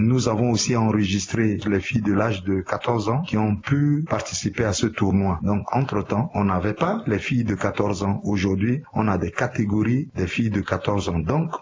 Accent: Central African Republic; je suis centrafricain

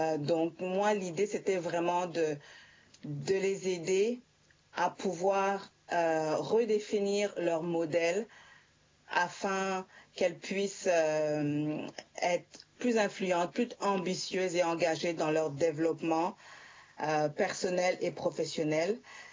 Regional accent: Montreal, Quebec, Canada; born there; also born or lived in Bangui, Central African Republic / France; Je suis née à Montréal, puis évidemment j'ai vécu aussi à Bangui, en France

